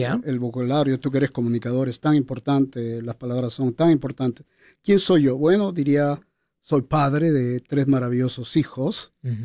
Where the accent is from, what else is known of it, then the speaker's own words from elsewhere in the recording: Trujillo, La Libertad, Peru; moved away as an adult; also born or lived in Arequipa; now in Utah, United States; Pero soy del norte del Perú, de una ciudad bella, se llama Trujillo